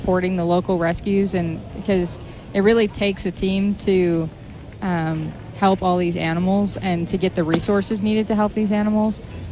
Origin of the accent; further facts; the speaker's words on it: San Antonio, Texas, United States; I'm originally from San Antonio.